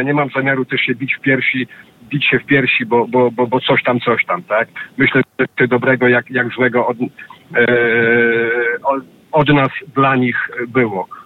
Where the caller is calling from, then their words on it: Brussels, Brussels-Capital Region, Belgium; witam ze słonecznej Brukseli … z Brukseli.